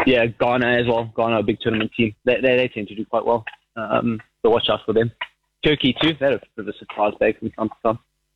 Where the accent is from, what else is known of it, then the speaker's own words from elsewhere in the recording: South Africa; My accent gives it away. I'm from South Africa, so I was born and bred in South Africa. But yeah, dad is first generation Portuguese